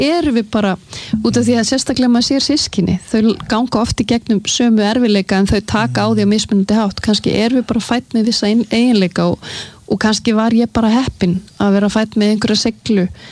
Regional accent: Sweden; born or raised there

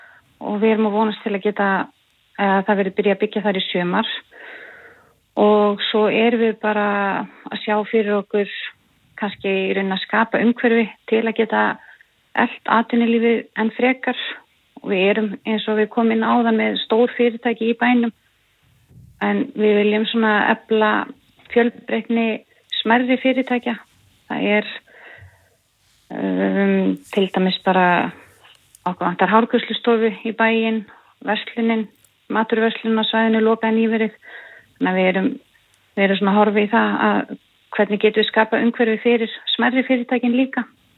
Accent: Önundarfjörður, Westfjords, Iceland; now in Bolungarvík, Iceland; Já, ég bý í Bolungarvík og ég búið þar í 15 ár, en ég er úr Önundarfirði, uppalinn þar.

